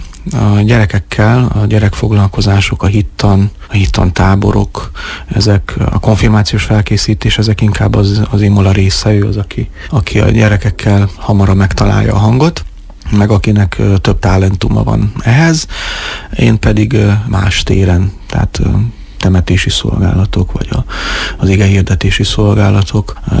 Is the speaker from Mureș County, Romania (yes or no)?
no; Oradea, Bihor, Romania; now in Hungary; Mi Erdélyből érkeztünk, konkrétabban a Párciumból, Érmellékről. Én nagyváradi származású vagyok.